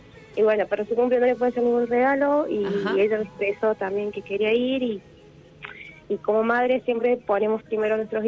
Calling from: Villa Allende, Córdoba, Argentina; En Villa Allende.

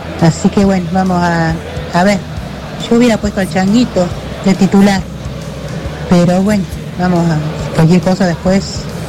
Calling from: Morse, Buenos Aires Province, Argentina; yo acá estoy en Morse, mi pueblo

